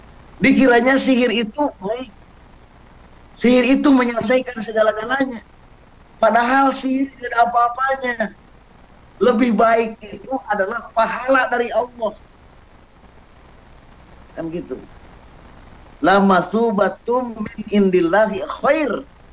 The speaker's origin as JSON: {"language": "Indonesian", "town": "Bandung", "region": "West Java", "country": "Indonesia", "said": "kita orang Bandung ini penuh kekhawatiran."}